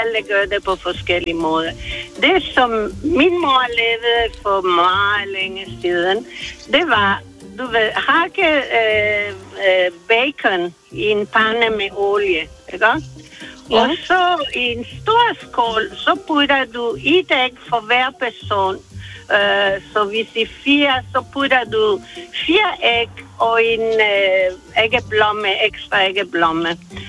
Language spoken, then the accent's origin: Danish; Italy; moved away; jeg er italiener, og jeg er 71 år gammel.